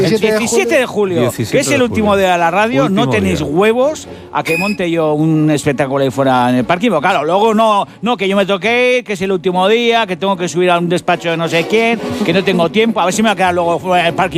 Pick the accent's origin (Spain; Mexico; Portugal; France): Spain; Basque Country; todo esto lo hago por orgullo, luego por orgullo, porque soy vasco y a mí no me gana ni Bartolo